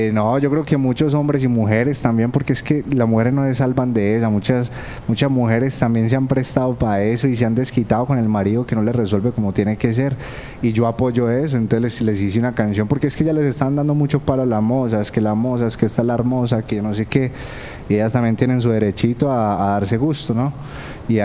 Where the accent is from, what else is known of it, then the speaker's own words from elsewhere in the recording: Colombia; por las que estamos atravesando en este momento como colombianos